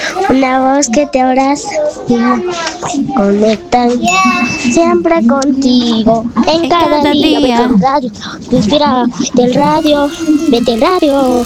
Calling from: Huancayo, Junín, Peru; Saludos desde Huancayo.

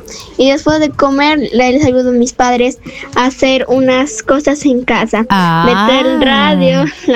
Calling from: Nueva Cajamarca, San Martín, Peru; Estoy escuchando mis tardes desde Nueva Cajamarca.

